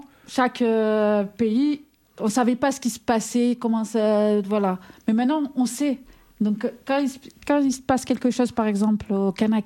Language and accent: French; Marseille, Provence-Alpes-Côte d'Azur, France; born there; je ne suis pas née à Mayotte, je ne suis pas née non plus aux Comores, je suis née à Marseille. Mm-hmm. Mais pour moi, je ne vais pas dire je suis française, je vais dire je suis comorienne.